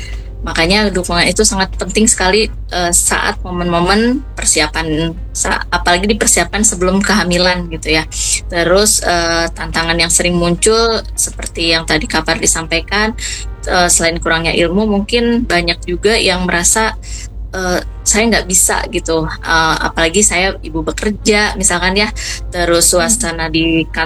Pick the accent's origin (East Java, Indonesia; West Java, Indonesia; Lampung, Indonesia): West Java, Indonesia; now in South Kalimantan, Indonesia; saya sendiri kan berasal dari Jawa Barat gitu ya Kak ya, ternyata pas pindah ke sini, ke Kalimantan Selatan gitu